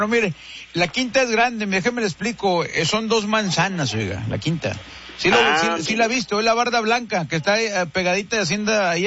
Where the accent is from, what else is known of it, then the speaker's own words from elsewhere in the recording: Linares, Nuevo León, Mexico; Yo soy de Linares, oiga.